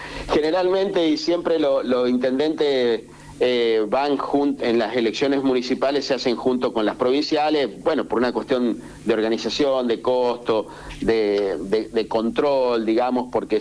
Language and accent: Spanish; San Juan, Argentina; Somos todos los sanjuaninos